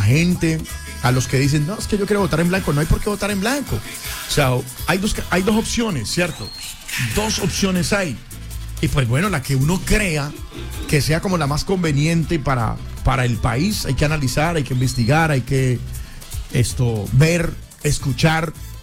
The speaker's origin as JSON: {"language": "Spanish", "country": "Colombia", "said": "me gusta ese deber que tenemos nosotros como colombianos"}